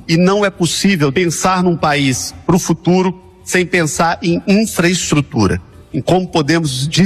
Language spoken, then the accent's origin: Portuguese; Brazil; todos nós, como brasileiros e brasileiras